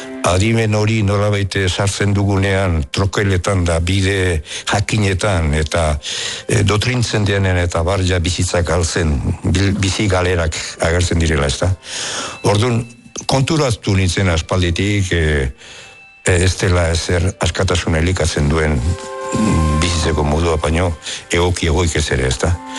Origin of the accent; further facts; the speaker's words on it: Orio, Basque Country, Spain; Bueno, ez dakit, nire herria da, nire herria nik hemen egin dut bizitza, beti hemen bizi izan du naiz